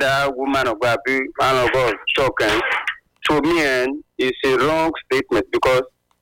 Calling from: Nigeria; I'm calling from Opawa.

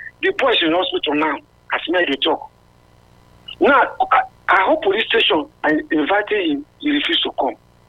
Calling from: Idokpa, Nigeria; I'm calling from Idokpa community.

